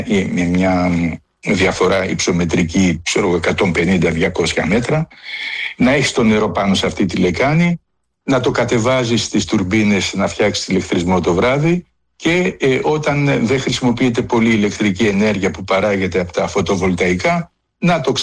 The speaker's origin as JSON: {"language": "Greek", "town": "Athens", "region": "Attica", "country": "Greece", "tie": "born or raised there", "said": "Εγώ πιτσιρικά θυμάμαι που μεγάλωσα στην Αθήνα"}